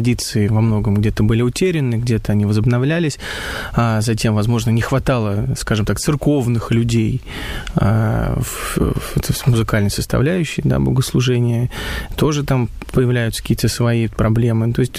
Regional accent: Sergiev Posad, Moscow Oblast, Russia; я вырос в Троице Сергиевой Лавре, поэтому, конечно же, учился в семинарии там.

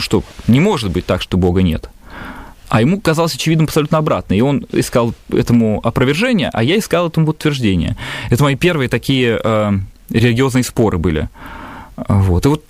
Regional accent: Russia; born there; я же родился в России, я же родился тут

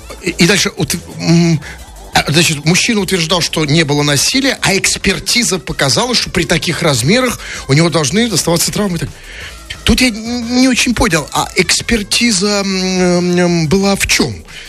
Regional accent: Samara, Samara Oblast, Russia; Я просто, честно говоря, сам немножко самарец

